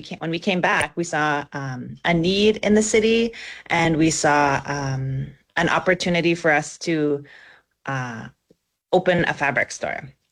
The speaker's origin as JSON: {"language": "English", "town": "Grand Rapids", "region": "Manitoba", "country": "Canada", "lives_now": "Winnipeg, Canada", "said": "I'm from Misapaistik Cree Nation in Grand Rapids, Manitoba."}